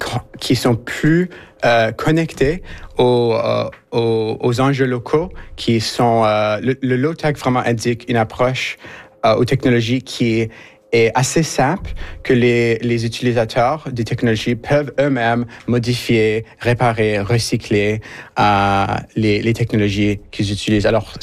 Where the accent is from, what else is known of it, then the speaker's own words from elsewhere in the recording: Rustico, Prince Edward Island, Canada; also born or lived in British Columbia; Oui, alors je viens de l'île du Prince-Édouard, je viens de Rustico et j'ai commencé mes études à l'école francophone en Rustico Sud.